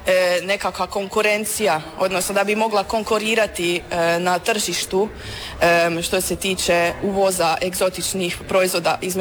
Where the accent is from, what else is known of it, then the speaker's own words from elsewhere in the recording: Antwerp, Flanders, Belgium; Antwerpen, moj rodni grad